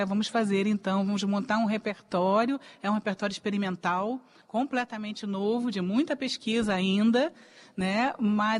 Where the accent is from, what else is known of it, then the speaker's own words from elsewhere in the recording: Niterói, Rio de Janeiro, Brazil; eu sou de Niterói